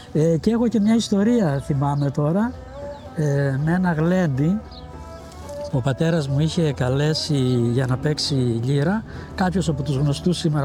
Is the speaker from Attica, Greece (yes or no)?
no; Charasos, Crete, Greece; όπως αγαπώ εγώ το χωριό μου, φαντάζομαι ότι και ο κάθε κριτικός αγαπά το δικό του το χωριό, και κατ' επέκταση μετά πρέπει να αγαπάμε και ολόκληρη την Κρήτη.